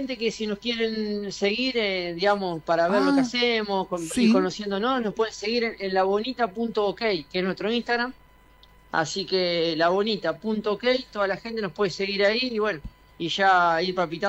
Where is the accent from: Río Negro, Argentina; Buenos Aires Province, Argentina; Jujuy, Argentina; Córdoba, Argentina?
Buenos Aires Province, Argentina; Rawson; somos de Rawson, un pueblito partido de Chacabuco, provincia de Buenos Aires.